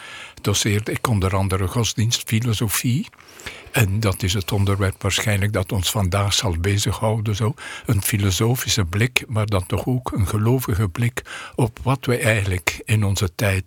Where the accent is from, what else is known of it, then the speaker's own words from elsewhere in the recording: Poperinge, Flanders, Belgium; now in Netherlands; Ik ben uit Poperingen. Dat ligt vlakbij Ypres, maar eigenlijk vlakbij de Franse grens. En dat heeft mijn jeugd zeer getekend. Ik heb altijd aan mensen gezegd, ik ben geboren tussen 2 abdijen.